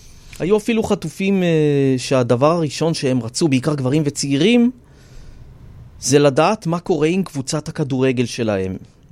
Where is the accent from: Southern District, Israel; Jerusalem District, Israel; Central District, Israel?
Central District, Israel; Rishon LeZion; born there; אני אוהד את הקבוצה של העיר שנולדתי בה, שזה עירוני ראשון.